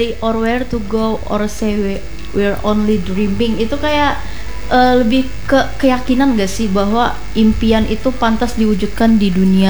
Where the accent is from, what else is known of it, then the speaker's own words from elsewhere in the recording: Tangerang, Banten, Indonesia; now in Palangkaraya, Indonesia; aku merantau ke sini. Aku bukan asli sini by the way.